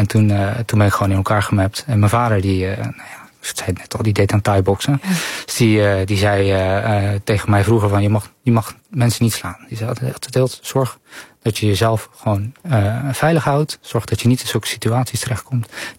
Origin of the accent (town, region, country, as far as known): Netherlands; moved away